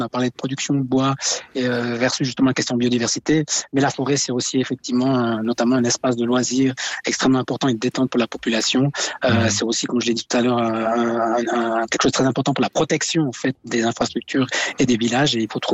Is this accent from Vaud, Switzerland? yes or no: no; Valais, Switzerland; un souci que j'ai aussi en tant que Valaisan